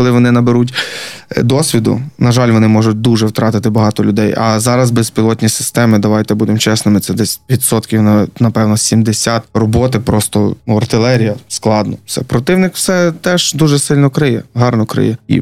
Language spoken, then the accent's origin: Ukrainian; Volyn Oblast, Ukraine; Для мене дуже, воно мені дуже схоже на мою рідну область Волинську.